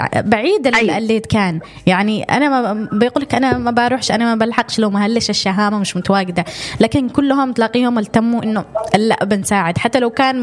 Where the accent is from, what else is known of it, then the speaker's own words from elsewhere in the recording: Yemen; من دولتنا احنا من اليمن